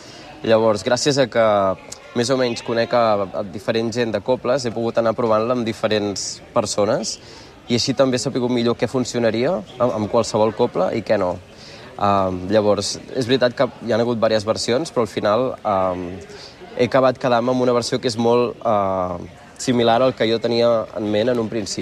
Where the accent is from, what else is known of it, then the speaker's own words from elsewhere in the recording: Tordera, Catalonia, Spain; aquí no sé si és perquè és el meu poble